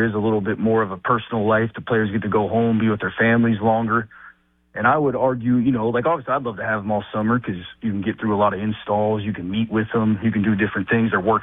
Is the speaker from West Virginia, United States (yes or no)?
yes; Morgantown, West Virginia, United States; And there's a bunch of guys that I grew up with in Morgantown